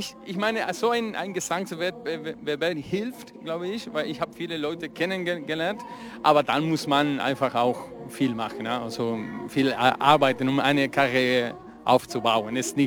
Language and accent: German; Rosario, Santa Fe, Argentina; moved away; ich komme aus Rosario, dieselbe Stadt, in der Messi, der Fußballspieler, und Sammy Rossi geboren sind.